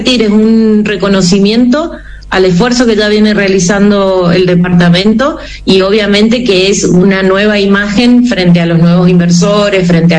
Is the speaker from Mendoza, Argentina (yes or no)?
no; Luján, Buenos Aires Province, Argentina; yo soy de Luján